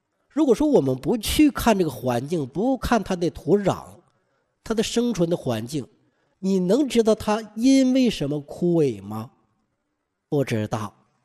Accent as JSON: {"language": "Chinese", "country": "China", "said": "因为我们中国人就爱补，就喜欢补肾，"}